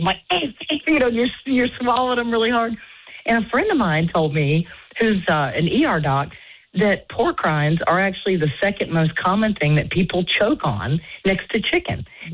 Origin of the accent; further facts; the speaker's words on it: North Carolina, United States; I'm from North Carolina. I'm like, you know, country all the way or whatever.